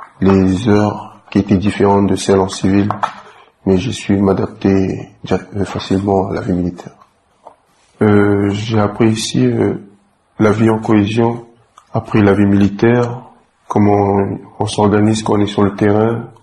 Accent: Nouméa, South Province, New Caledonia; j'ai 21 ans et je suis de la Calédonie, en Magenta.

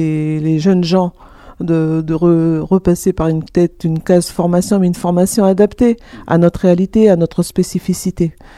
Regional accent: Mont-Dore, South Province, New Caledonia; moi, je viens de la tribu de la Conception, donc la commune du Mont d'Or.

